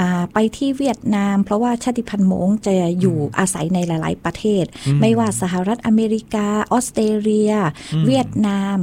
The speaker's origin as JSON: {"language": "Thai", "region": "Nan", "country": "Thailand", "tie": "born or raised there"}